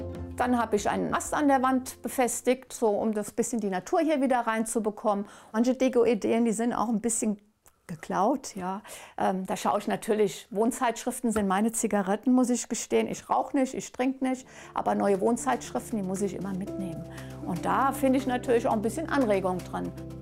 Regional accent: Gelbachtal, Rhineland-Palatinate, Germany; Ich glaube, das liegt an meiner Kindheit. Ich bin praktisch im Wald aufgewachsen. Und zwar im Gelbachtal.

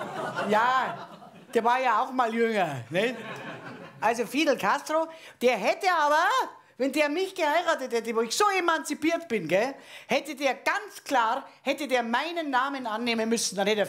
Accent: Krailling, Bavaria, Germany; Also wie ich aufgewachsen bin in Kreiling bei München, nicht München, sondern Kreiling bei München, ein kleiner Vorort.

